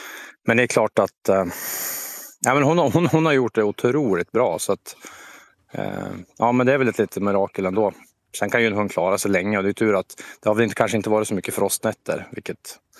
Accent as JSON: {"language": "Swedish", "town": "Östersund", "region": "Jämtland County", "country": "Sweden", "said": "Jag är från Östersund"}